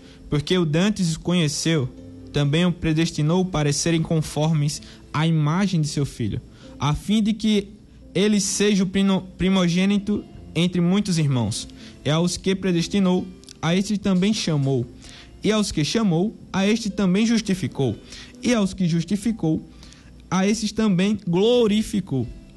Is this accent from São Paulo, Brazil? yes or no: no; Matriz de Camaragibe, Alagoas, Brazil; now in Natal, Brazil; Sou de Alagoas, matriz de Camaragibe, do interior